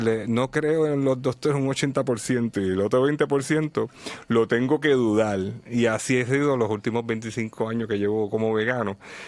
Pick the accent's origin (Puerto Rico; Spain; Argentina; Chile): Puerto Rico; Bayamón; Me crié en Bayamón, en Bayo Río Plantation